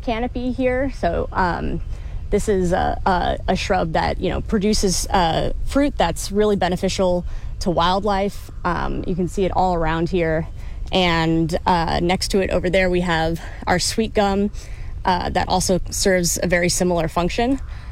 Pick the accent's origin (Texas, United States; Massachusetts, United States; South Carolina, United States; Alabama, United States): Texas, United States; Kingwood; I grew up not far from here at all. I grew up in Kingwood